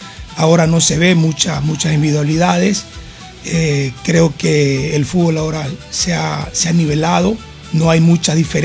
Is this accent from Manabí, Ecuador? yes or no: no; Esmeraldas, Ecuador; moved away as an adult; aquí en la afición de Esmeraldas. Un saludo cordial a toda esa gente de Esmeralda, mi tierra linda.